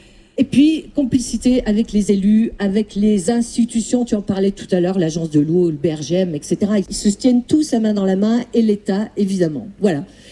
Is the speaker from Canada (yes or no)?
no; Vittel, Grand Est, France; Je viens de Vittel. Je viens de Vittel